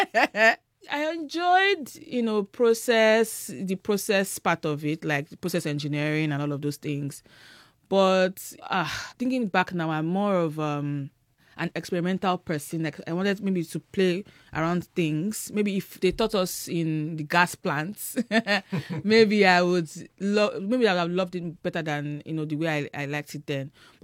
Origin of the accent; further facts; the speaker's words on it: Ibadan, Oyo, Nigeria; born there; moved away; also born or lived in Lagos / Enugu; I was born in Lagos, but my parents, so they moved first from Lagos to Enugu. So my first school was in Enugu before we then moved to Ibadan. It was a chilled, calm, you know, city, Ibadan. You can walk anywhere, you can go anywhere. You're not afraid of like any security or safety issues